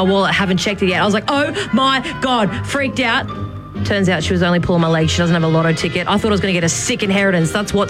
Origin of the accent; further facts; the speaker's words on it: Hervey Bay, Queensland, Australia; moved away; Hervey Bay, which is my hometown back in Queensland.